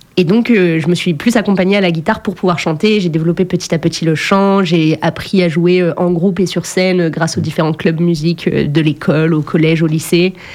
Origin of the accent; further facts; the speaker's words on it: Grand Est, France; moved away; Alors, moi, j'ai grandi en Lorraine, donc bien loin d'ici, à l'opposé, dans notre hexagone. Et je suis arrivée en Périgord il n'y a vraiment pas longtemps.